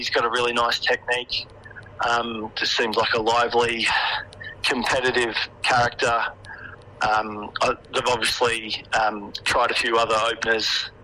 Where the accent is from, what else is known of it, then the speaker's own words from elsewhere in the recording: Australia; I'm an Aussie. Of course, I barrack to the Aussies.